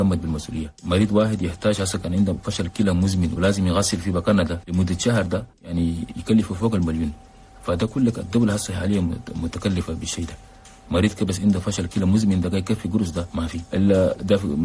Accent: Chad; لكن عندنا في تشاد ما بيدنا ماله لأنه في تشاد إلى الآن ما عندنا يعني قانون يقدر ينظم لنا الزرع

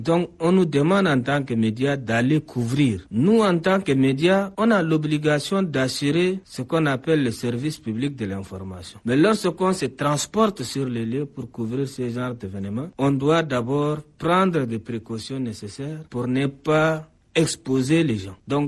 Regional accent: Chad

